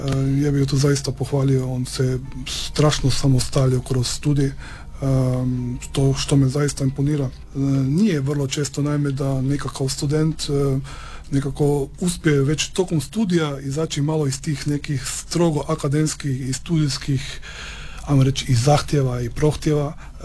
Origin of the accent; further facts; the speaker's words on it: Slovenia; moved away as an adult; now in Pula, Croatia; Naime, ja sam bio tu student gdje sam danas profesor, inače dolazim iz Slovenije, ali evo, studijski putevi su me nekako naveli na to da sam ostao evo tu u Istri i u Hrvatskoj.